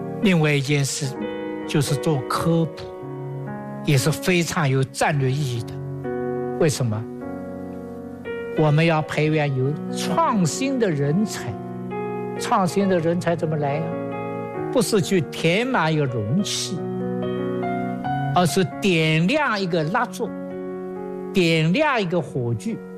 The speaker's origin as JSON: {"language": "Chinese", "town": "Suzhou", "region": "Jiangsu", "country": "China", "tie": "born or raised there", "moved": "yes", "said": "我在小时候，我老家苏州"}